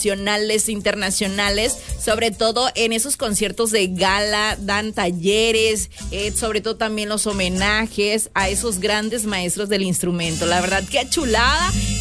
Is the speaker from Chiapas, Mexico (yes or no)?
yes; Chiapas, Mexico; ya nosotros la adoptamos aquí en Chiapas